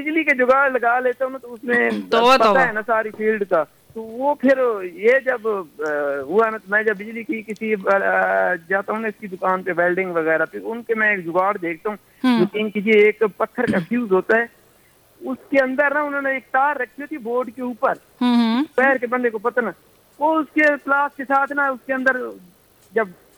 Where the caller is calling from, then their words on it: Bhakkar, Punjab, Pakistan; بکھر سے میرا تعلق ہے